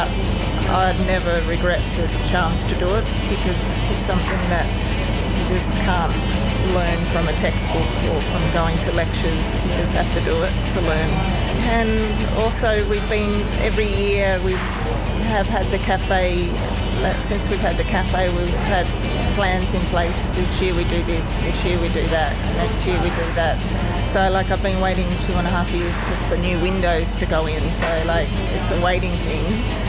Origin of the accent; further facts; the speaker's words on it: Western Australia, Australia; born there; I was born in Northcliffe or Pemberton area in West Australia, which is really farming country and Karri Jarratry country.